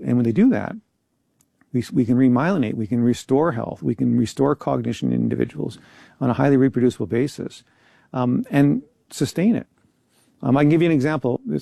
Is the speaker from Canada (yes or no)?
yes; Moose Jaw, Saskatchewan, Canada; Moose Jaw, Saskatchewan, which is my hometown